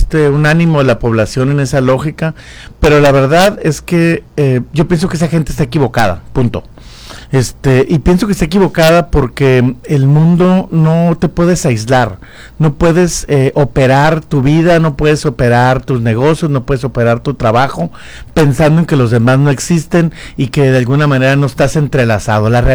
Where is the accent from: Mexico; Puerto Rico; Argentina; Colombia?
Mexico